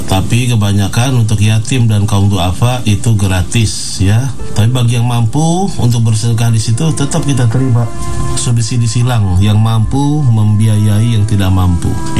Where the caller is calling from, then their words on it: Pandeglang, Banten, Indonesia; Pak Kiai, saya dari Pandeglang.